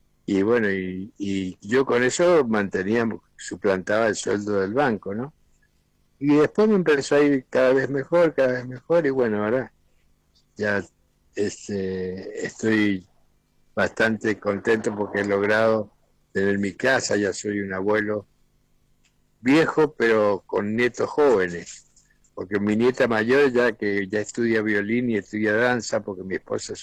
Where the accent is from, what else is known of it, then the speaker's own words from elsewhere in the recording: Mendoza, Argentina; soy el primer mendocino que logra llegar a obtener ese premio, ¿no?